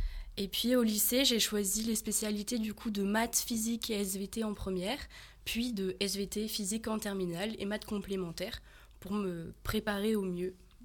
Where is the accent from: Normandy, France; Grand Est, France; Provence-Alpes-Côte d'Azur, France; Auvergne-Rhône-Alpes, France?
Auvergne-Rhône-Alpes, France